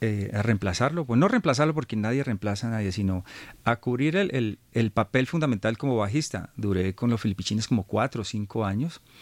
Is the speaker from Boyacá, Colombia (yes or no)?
yes; Boyacá, Colombia; donde yo me crié al norte de Boyacá, límites entre Guavita y Capitanejo, allá por el río Chicamocha